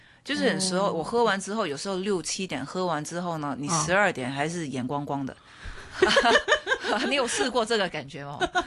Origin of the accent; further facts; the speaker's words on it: Guangdong, China; 就我们广东人叫发泄的感觉